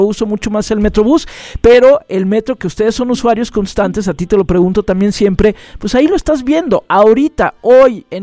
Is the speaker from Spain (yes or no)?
no; Mexico; que somos todos los mexicanos